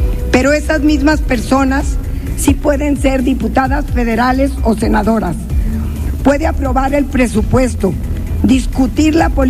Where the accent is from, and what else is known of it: Mexico